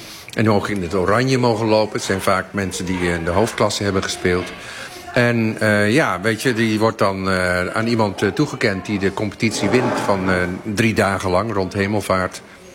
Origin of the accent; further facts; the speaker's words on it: Friesland, Netherlands; En ik ben een Fries, ik kom van buiten.